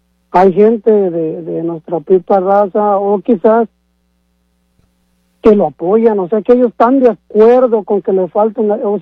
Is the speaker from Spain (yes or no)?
no; Mexico; born there; moved away; yo sigo queriéndome México como, pues yo nací allá sí.